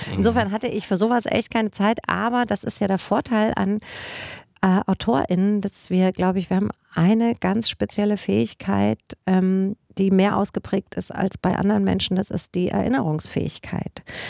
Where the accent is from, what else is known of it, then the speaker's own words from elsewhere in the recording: Germany; ich bin im Spessart aufgewachsen und ich bin quasi im Wald aufgewachsen